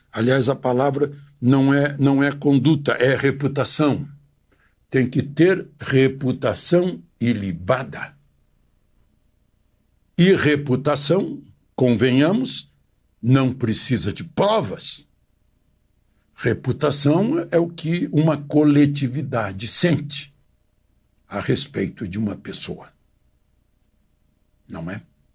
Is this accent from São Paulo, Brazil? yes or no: no; Rio Grande do Sul, Brazil; moved away